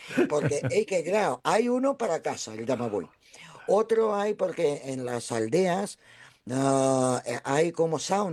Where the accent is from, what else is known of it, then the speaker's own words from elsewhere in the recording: Cantabria, Spain; para mí, como yo soy cántabra, la mitad cántabra y la mitad eslava, para mí es como lo mismo.